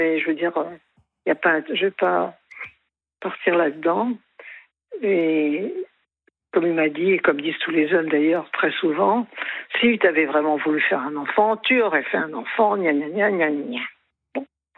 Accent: Paris, Île-de-France, France; born there; also born or lived in Germany; Et donc, mon pays, c'est Paris. Je suis née à Paris et... C'est vraiment Paris.

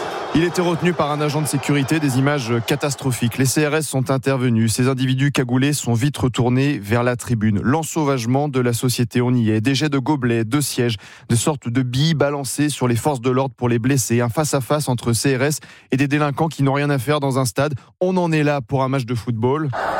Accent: Nantes, Pays de la Loire, France; Je suis né à Nantes, j'ai grandi en Loire-Atlantique. Le FC Nantes, c'est mon club, celui de mon enfance.

